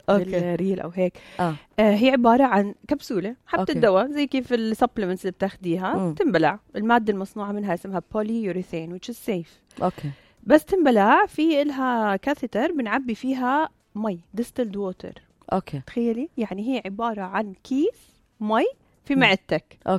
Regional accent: Jordan

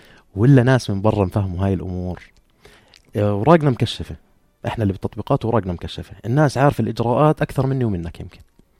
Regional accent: Jordan; مجتمعنا الاردني مجتمع فزعات

